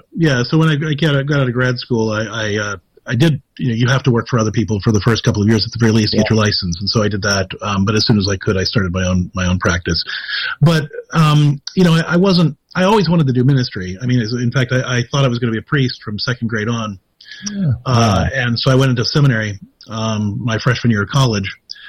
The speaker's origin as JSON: {"language": "English", "town": "Clairton", "region": "Pennsylvania", "country": "United States", "tie": "born or raised there", "also_born_or_lived": "Ohio", "said": "I grew up in Clareton, Pennsylvania, which is the first place that The Deer Hunter was filmed"}